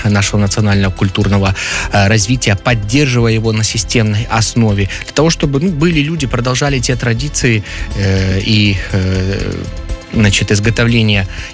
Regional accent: Belarus; мы сегодня белорусы, имеем свою собственную страну

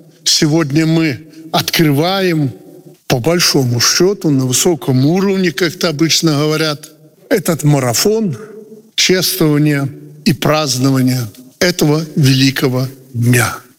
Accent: Belarus

